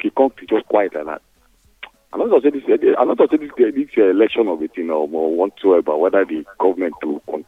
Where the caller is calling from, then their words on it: Ejigbo, Lagos, Nigeria; I call from Ejibo.